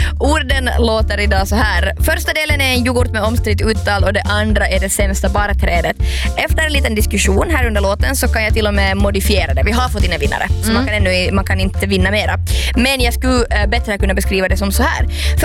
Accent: Vaasa, Ostrobothnia, Finland; moved away; Jag har ju blivit lurad när jag växte upp i Vasa att tänka att kvarken är någonting som alla vet om och alla pratar om. Sen flyttade jag bort från Vasa

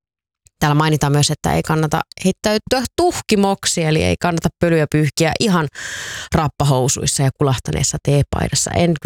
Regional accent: Tampere, Pirkanmaa, Finland; kun lähdin aina kesäksi sitten jonnekin kesätoimittajaksi jonnekin pois kotikaupungistani Tampereelta

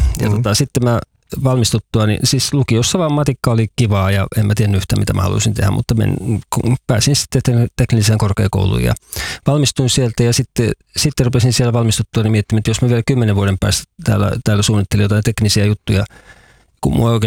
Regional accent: Vantaa, Uusimaa, Finland; now in Kainuu, Finland; Mä oon siis Vantaalta kotoisin, vaikka joo, asun nykyään Kainuussa.

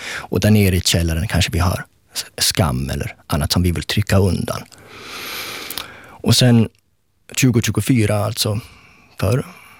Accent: Sweden; accent: Sweden Swedish; now in Finland

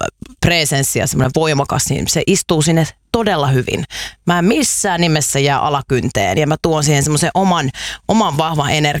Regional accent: Kerava, Uusimaa, Finland; Me ollaan Keravalta

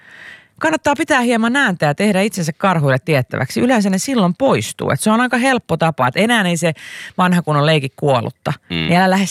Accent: Tampere, Pirkanmaa, Finland; minä olen Tampereelta. Minä olen 38-vuotias.

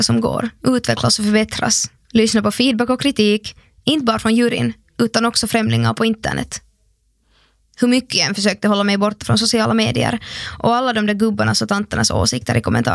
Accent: Finland; also born or lived in London; Däremellan gör jag mitt bästa för att höras med familjen hemma i Finland, så mycket som det bara är möjligt.

